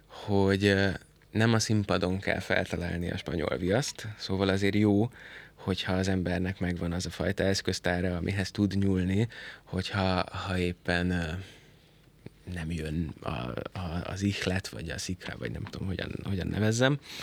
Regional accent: Szentendre, Pest, Hungary; én meg ugye szentendrei vagyok eredetileg

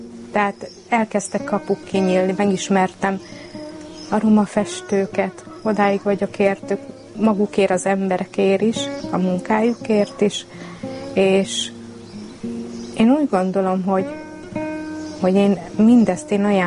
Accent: Hungary; born there; És roma vagyok, de én itt születtem, én magyarul beszélek, én magyarul adózok, magyarul álmodom, magyarul imádkozom, mindent magyarul csinálok.

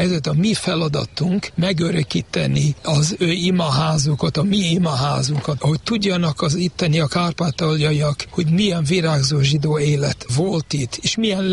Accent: Zakarpattia Oblast, Ukraine; now in Hungary; szóval ebből a szempontból én is kárpátaljai vagyok, és ezért ez olyan fontos nekem, és ezért eljöttem ide Magyarországra.

